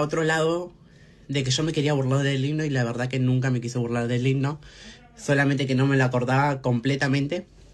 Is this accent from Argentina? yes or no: yes; Argentina; soy argentina, obviamente.